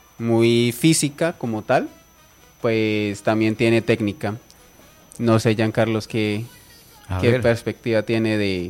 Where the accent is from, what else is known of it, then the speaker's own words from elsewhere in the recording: Colombia; como colombiano sí le hago fuerza a la Selección para que gane